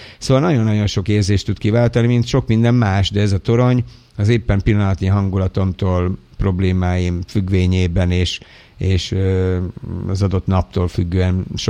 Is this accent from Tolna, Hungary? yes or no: no; Dabas, Pest, Hungary; ez a közösség, ahová én születtem, és ahol felnőttem, ahol gyakorlatilag az életemet leéltem